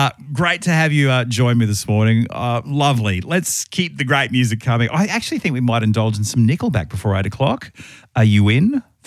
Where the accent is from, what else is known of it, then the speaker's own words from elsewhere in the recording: Brisbane, Queensland, Australia; moved away; I grew up in Brisbane, so I'm a mad keen Lion supporter.